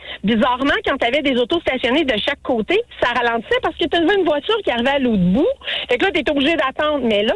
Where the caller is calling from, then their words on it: Repentigny, Quebec, Canada; Fait que moi, j'habite à Repentigny.